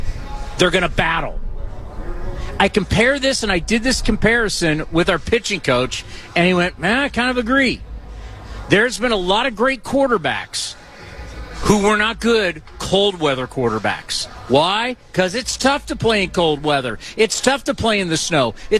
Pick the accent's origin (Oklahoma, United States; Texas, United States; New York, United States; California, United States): Oklahoma, United States; I'm from Oklahoma.